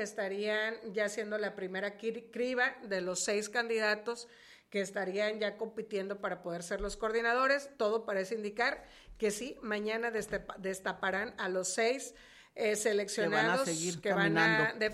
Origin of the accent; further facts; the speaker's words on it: Ohuira, Sinaloa, Mexico; Yo de Ohuira.